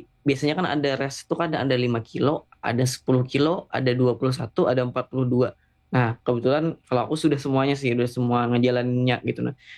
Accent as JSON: {"language": "Indonesian", "region": "South Kalimantan", "country": "Indonesia", "said": "yang kalau rata-rata kita orang Kalimantan Selatan aja mungkin di kecepatan 1 kilo, 1 kilo itu di 3 menit lewat dikit lah gitu."}